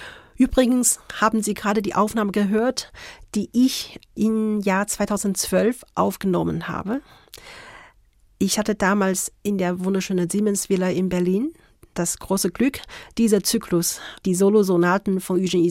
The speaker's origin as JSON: {"language": "German", "region": "Beijing", "country": "China", "tie": "born or raised there", "also_born_or_lived": "Kassel / Karlsruhe", "second_language": "German", "moved": "as an adult", "lives_now": "Munich, Germany"}